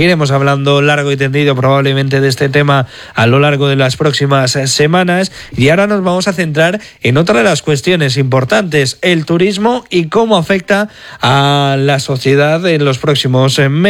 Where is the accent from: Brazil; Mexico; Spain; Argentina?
Spain; Erandio, Basque Country; soy de Erandio.